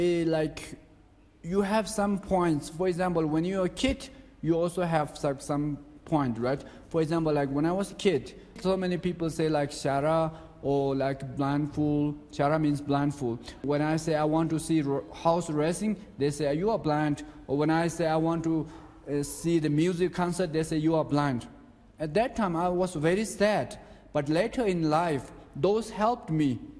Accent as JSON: {"language": "English", "region": "Tibet", "country": "China", "said": "I think number one is when I say I'm from Xizang, they will think like, wow, this is number one."}